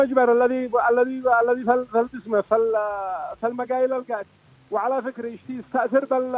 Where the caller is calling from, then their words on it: Yemen; من الجراف.